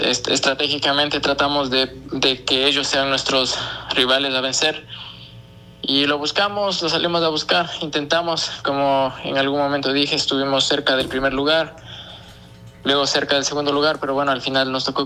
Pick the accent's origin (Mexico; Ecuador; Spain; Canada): Ecuador; Ambato, Tungurahua; Bueno, yo soy de la ciudad de Ambato